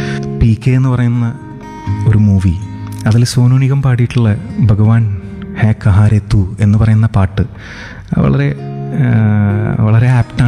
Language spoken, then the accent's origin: Malayalam; Kozhikode, Kerala, India; ഞാൻ കോഴിക്കോട് നിന്നാണ് വരുന്നത്.